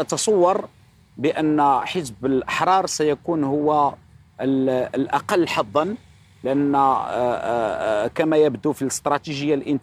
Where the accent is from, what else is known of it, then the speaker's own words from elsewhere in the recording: Morocco; عندنا في المغرب